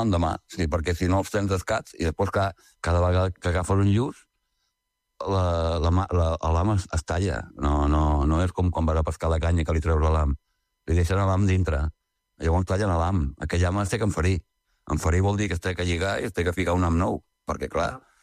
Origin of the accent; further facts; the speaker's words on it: Vilanova i la Geltrú, Catalonia, Spain; soc de Vilanova